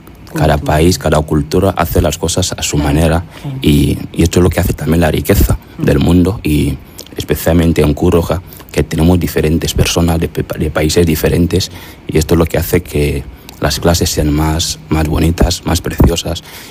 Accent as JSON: {"language": "Spanish", "country": "Equatorial Guinea", "moved": "yes", "lives_now": "Murcia, Spain"}